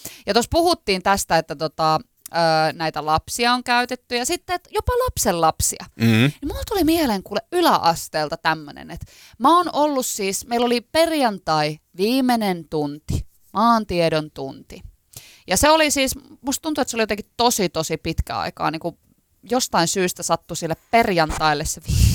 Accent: Pielavesi, North Savo, Finland; Pielavesi on pieni paikkakunta, mistä mä oon kotoisin, 4000 asukasta

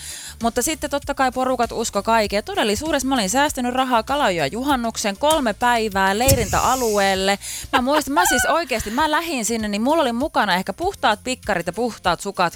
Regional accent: Jyväskylä, Central Finland, Finland; Niin mä kuitenkin oon sieltä Jyväskylästä kotoisin

